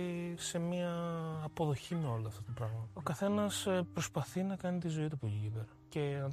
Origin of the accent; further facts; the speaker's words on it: Drama, Eastern Macedonia and Thrace, Greece; Με ρωτήσεις έξω από πού είσαι, εγώ θα πω είμαι Δραμηνός. Λέω ότι είμαι από Δράμα, εκεί μεγάλωσα. Εκεί έγινε αυτός που είμαι.